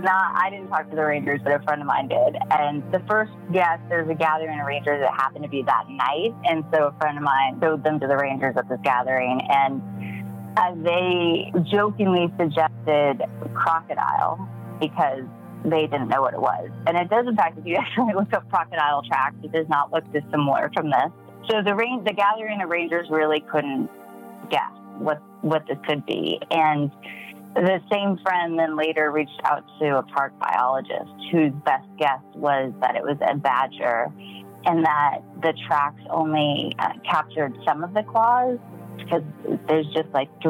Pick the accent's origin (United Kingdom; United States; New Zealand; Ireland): United States; I grew up in the Mojave Desert, right? So on the west side